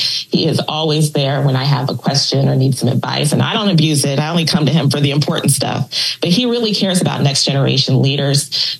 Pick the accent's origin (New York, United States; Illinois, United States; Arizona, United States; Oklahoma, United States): Illinois, United States; I'm so excited to welcome folks to my home state as we celebrate the leadership of President Barack Obama